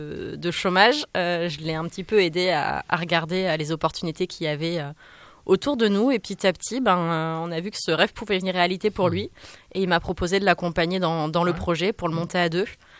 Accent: Nouvelle-Aquitaine, France; moved away as an adult; j'ai grandi à côté de Bordeaux, donc entre les deux.

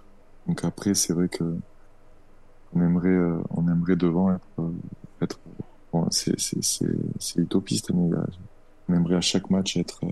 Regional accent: Le Malzieu-Ville, Occitanie, France; chez nous, au Malzieu-Ville

